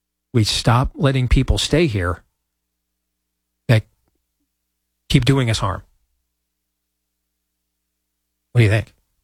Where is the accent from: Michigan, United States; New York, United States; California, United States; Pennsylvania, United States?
Michigan, United States; like it was in my home state of Michigan